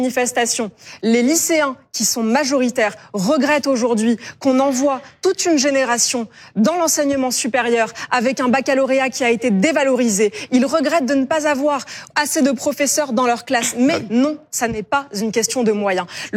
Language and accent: French; Île-de-France, France; Moi j'ai grandi en Seine-Saint-Denis, vous n'allez pas m'apprendre mon département, monsieur Ruffin, ça n'est pas vous qui allez m'apprendre mon département.